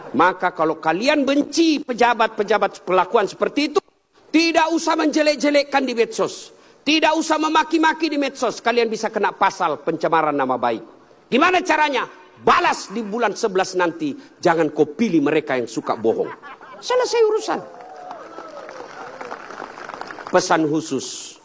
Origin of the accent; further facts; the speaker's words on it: South Sulawesi, Indonesia; Beliau orang Melayu, saya orang Bugis.